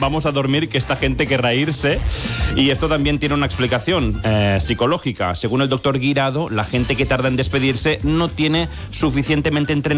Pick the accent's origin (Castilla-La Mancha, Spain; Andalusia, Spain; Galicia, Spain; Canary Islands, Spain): Canary Islands, Spain; Yo, que soy canario con sorte y con suerte, puedo afirmar que en Canarias...